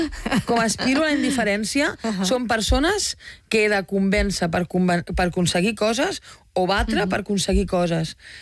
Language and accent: Catalan; Tarragona, Catalonia, Spain; nosaltres, jo sóc com tu, de Tarragona, i...